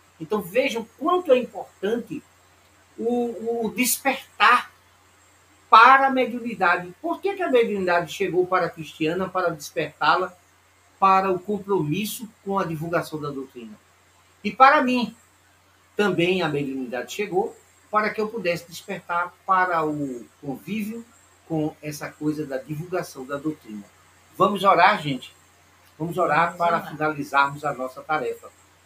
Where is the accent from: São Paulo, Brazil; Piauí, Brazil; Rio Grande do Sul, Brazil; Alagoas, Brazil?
Alagoas, Brazil; now in Recife, Brazil; Eu saí de Alagoas e viemos morar em Recife.